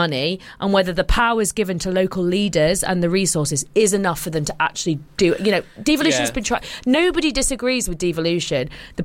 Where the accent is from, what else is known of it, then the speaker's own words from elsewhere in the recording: Wakefield, Yorkshire and the Humber, United Kingdom; I grew up in Wakefield, which is in West Yorkshire. Lived in Barnsley for a bit. Went to university in Sheffield.